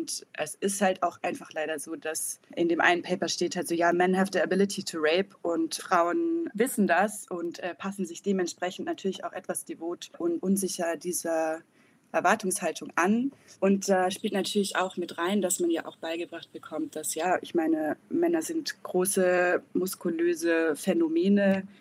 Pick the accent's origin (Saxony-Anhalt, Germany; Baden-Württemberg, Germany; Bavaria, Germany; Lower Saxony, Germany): Bavaria, Germany; Nuremberg; dass ich über Weihnachten in meiner Heimatstadt war, also in Nürnberg